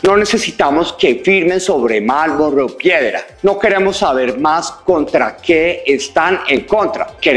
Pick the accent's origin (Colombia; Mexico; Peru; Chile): Colombia